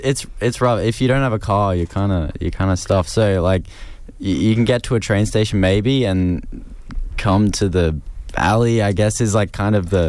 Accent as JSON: {"language": "English", "town": "Ipswich", "region": "Queensland", "country": "Australia", "said": "just like the suburbs in general, because I'm from Ipswich"}